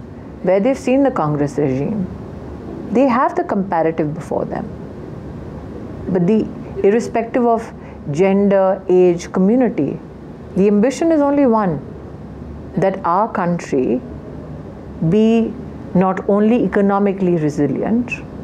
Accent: India; 50 years of my existence as an Indian citizen.

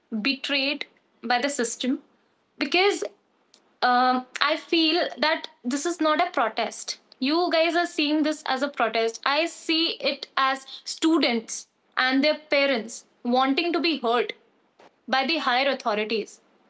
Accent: India; I'm an Indian, you know, I'm an Indian citizen.

